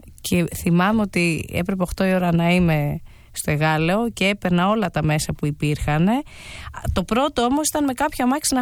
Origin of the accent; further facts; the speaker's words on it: Attica, Greece; Παρόλο που και εγώ δεν μεγάλωσα στην Αθήνα, είμαι σχετικά κοντά στο Καπανδρίτη που είναι 40 χιλιόμετρα από εδώ